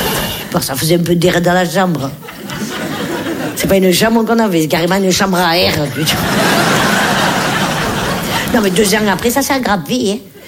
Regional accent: Nice, Provence-Alpes-Côte d'Azur, France

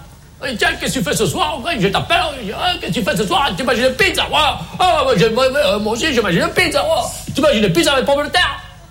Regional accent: Provence-Alpes-Côte d'Azur, France; originaires de cette belle région de la... du sud de la France, qu'on appelle la Provence. Tous les deux, nous sommes de la Provence.

